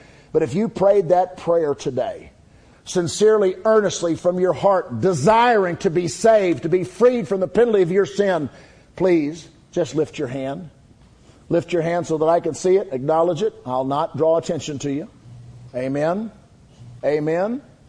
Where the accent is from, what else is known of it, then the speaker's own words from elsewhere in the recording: United States; we enjoy as American citizens.